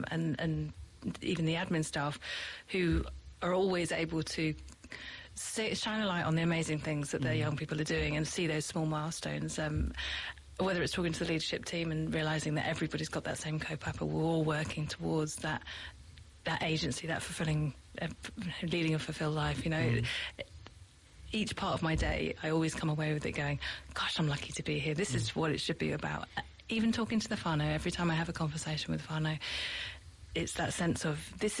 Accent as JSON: {"language": "English", "country": "United Kingdom", "moved": "as an adult", "lives_now": "New Zealand", "said": "So clearly my accent is not a Kiwi accent, so I'm from the UK. We moved out here 2026 to New Zealand. Don't plan on going back at any time soon."}